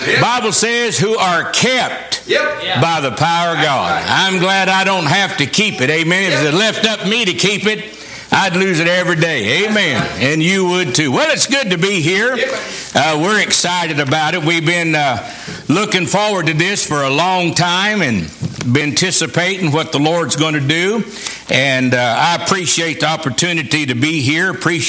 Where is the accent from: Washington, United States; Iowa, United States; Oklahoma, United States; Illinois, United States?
Oklahoma, United States; Durant; I am from Durant, Oklahoma.